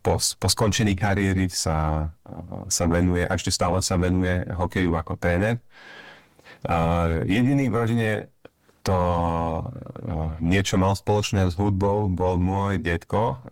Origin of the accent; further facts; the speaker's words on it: Prešov, Prešov Region, Slovakia; vyrastal som tu nedaleko na sídlisku Sekčov.